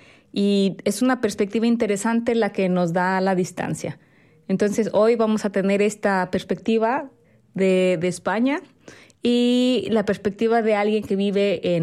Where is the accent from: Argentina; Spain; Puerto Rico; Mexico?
Mexico; moved away; dicen, tú no sabes porque tú no vives ya en México. Y entonces es, bueno, espera, no, pero sigo siendo mexicano y tengo también la oportunidad de un poco ver las cosas desde afuera